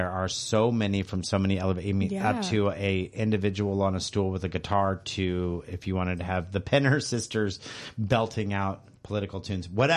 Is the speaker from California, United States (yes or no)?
yes; Bay Area, California, United States; moved away; I'm from the Bay Area.